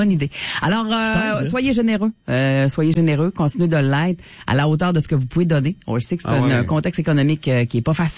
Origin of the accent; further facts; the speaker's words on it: Quebec, Canada; Et ça reste ici, chez nous, au Saguenay-Lac-Saint-Jean, pour notre monde.